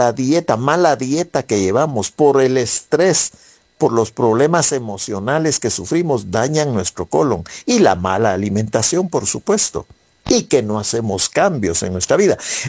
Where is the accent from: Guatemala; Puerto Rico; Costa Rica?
Guatemala; nuestra cultura como guatemaltecos